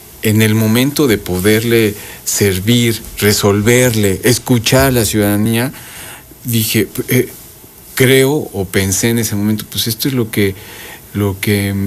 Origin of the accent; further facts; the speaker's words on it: Puebla, Mexico; Soy orgullosamente poblano.